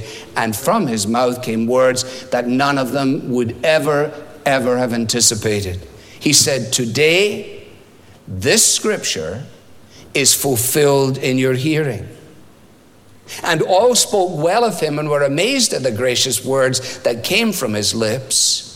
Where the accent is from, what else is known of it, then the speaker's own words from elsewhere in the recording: Scotland, United Kingdom; as a Scot